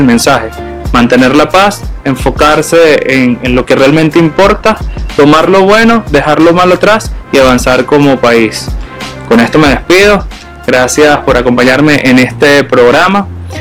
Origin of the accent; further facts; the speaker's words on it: Venezuela; como venezolanos nosotros tenemos